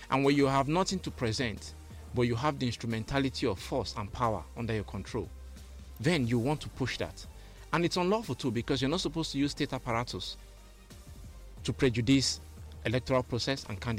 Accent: Northern Nigeria, Nigeria; moved away; I grew up in the North for 16 years. My Hausa is even stronger than my Igbo.

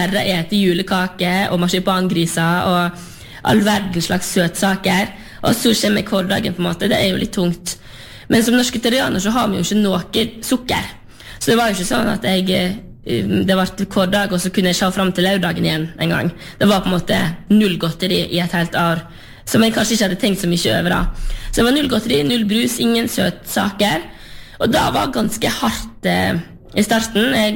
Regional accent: Sørheim, Vestland, Norway; Jeg kommer jo fra Sørheim, på sørsiden av Lustrafjorden, og etter hvert som jeg har vært større, så oppdaget jeg jo at verden er større enn Sørheim, utrolig nok.

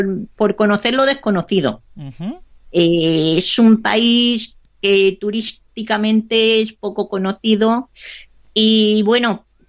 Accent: Madrid, Community of Madrid, Spain

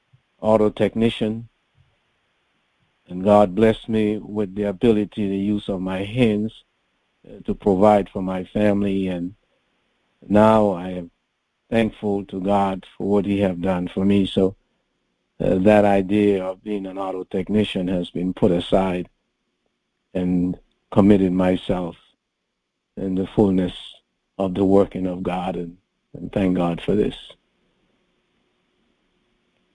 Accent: Grenada; I was born and raised in Grenada.

